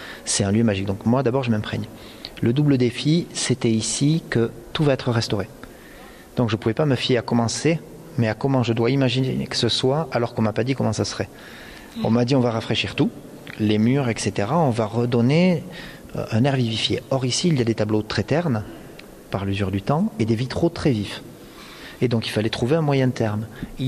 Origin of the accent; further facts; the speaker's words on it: Occitanie, France; Je suis un enfant du pays